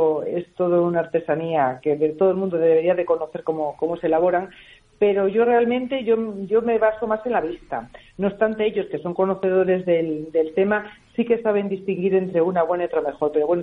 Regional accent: San Miguel de las Dueñas, Castile and León, Spain; vengo a invitaros a todos a mi pueblo, a San Miguel de las Dueñas

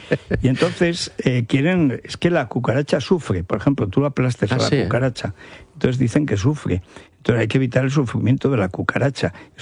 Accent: Aragon, Spain; cuando yo nací no había ciervos en mi pueblo, ni en toda la comarca de Albarracín.

